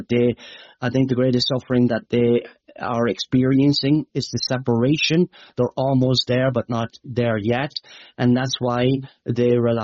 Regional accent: Leinster, Ireland; Some of you who are Irish might know, my accent might be hard to understand, but for the American Americans might be able to understand me, you know. It's in the Midlands of Ireland, the Midlands in Ireland.

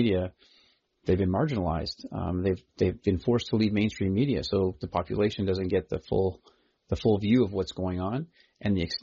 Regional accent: Canada; I'm first generation Canadian. My father was English.

